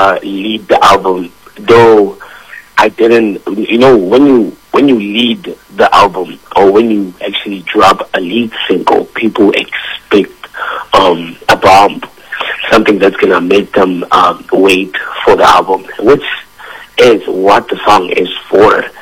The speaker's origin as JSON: {"language": "English", "area": "Daveyton", "region": "Gauteng", "country": "South Africa", "tie": "born or raised there", "said": "I'm from Davidson, grew up in Davidson."}